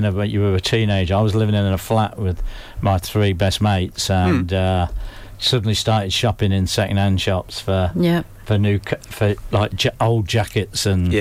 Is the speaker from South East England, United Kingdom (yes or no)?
no; Coventry, West Midlands, United Kingdom; growing up in Coventry.